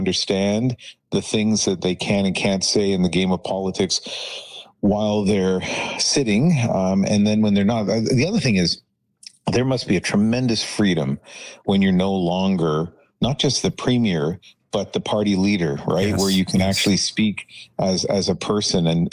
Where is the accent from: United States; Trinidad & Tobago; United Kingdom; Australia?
Trinidad & Tobago; born there; I was born in Trinidad, and it was a British colony when I was born.